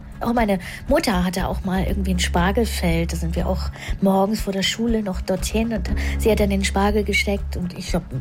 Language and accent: German; Schönhausen, Saxony-Anhalt, Germany; also born or lived in Havelberg; Bin ich geboren in dem Krankenhaus und in Schönhausen an der Elbe bin ich aufgewachsen.